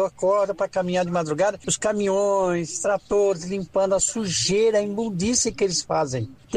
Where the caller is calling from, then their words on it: Praia Grande, São Paulo, Brazil; 75 anos, Praia Grande.